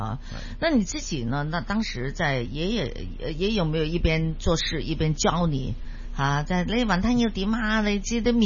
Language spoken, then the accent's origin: Chinese; Hong Kong; 那对于我们香港人来说呢，我们有很多很传统的粥粉面店